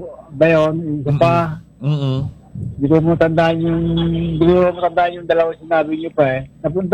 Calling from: Santa Rosa, Laguna, Philippines; Santa Rosa. sa Laguna.

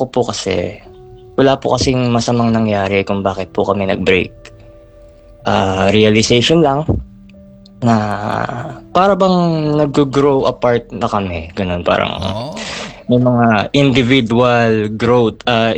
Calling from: Cavite, Calabarzon, Philippines; 26 years old na po ako, mula Cavite.

